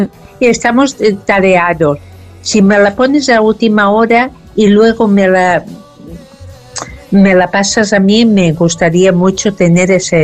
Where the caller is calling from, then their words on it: Miramar, Valencian Community, Spain; de Miramar.